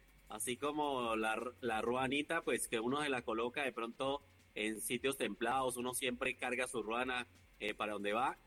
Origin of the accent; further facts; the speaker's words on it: Boyacá, Colombia; Yo soy del departamento de Boyacá.